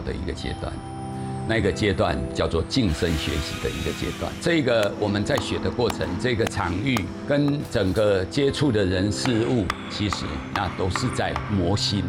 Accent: Tainan, Taiwan; 我1963年出生于这个台南，鹿耳门一带。因为我们家是从事赛演的工作嘛，我祖辈啊都是从事这一个盐工

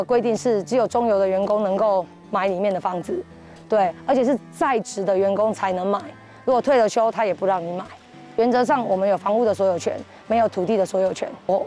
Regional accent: Taiwan; also born or lived in Taipei; 我是在这里出生，在这里长大，50年了。对，除了中间离开2年去台北念书，所有时间都在这里。我爷爷是中油，爸爸也是中油，对，我是第三代。

